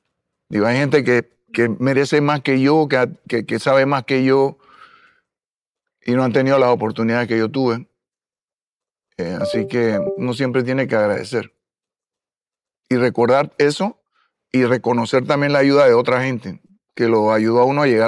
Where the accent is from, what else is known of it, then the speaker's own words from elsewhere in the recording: Panama; moved away as an adult; Nací en Panamá el 16 de julio de 1948.